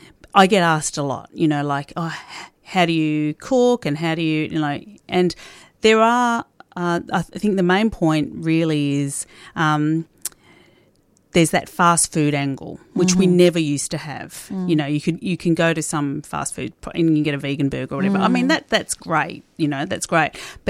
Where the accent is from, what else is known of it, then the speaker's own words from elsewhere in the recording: Geelong, Victoria, Australia; when I was growing up in Geelong